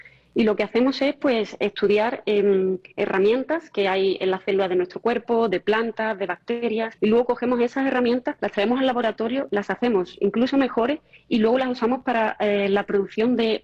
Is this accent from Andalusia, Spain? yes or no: yes; Grazalema, Andalusia, Spain; now in Munich, Germany; Al final vengo de Grazalema, ¿no? Y estamos en un entorno privilegiado, rodeado de naturaleza